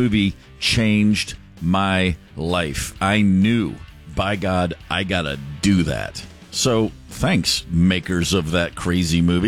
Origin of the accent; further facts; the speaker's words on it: Hopkinsville, Kentucky, United States; it was playing in my hometown of Hopkinsville, Kentucky, at the Alhambra Theater downtown, I couldn't believe it. Those aren't the kind of movies my little town normally got.